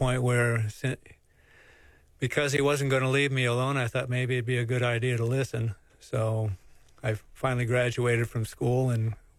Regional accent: Nebraska, United States; now in Johnson City, United States; I came here from Nebraska, where you couldn't throw a rock without hitting a Lutheran

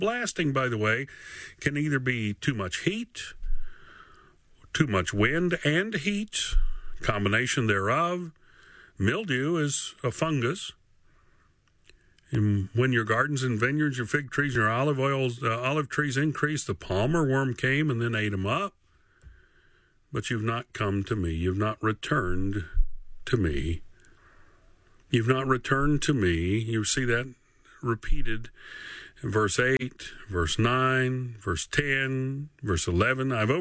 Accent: Tennessee, United States; Now, as a child growing up in Northeast Tennessee, growing up right on the Virginia line, and traveling the back roads of Tennessee and Virginia in the mountains

